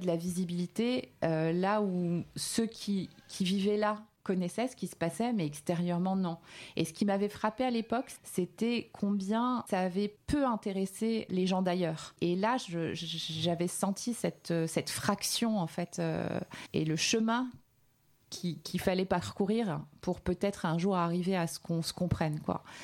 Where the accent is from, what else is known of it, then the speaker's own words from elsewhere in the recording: Pierrefitte-sur-Seine, Île-de-France, France; moved away as an adult; now in Paris, France; j'ai 45 ans, je suis née en 80. J'ai grandi dans le 93 à Pierrefitte-sur-Seine, dans le quartier des Poètes, la Cité Rose. Mes parents sont venus de Tunisie lorsqu'ils avaient une vingtaine d'années.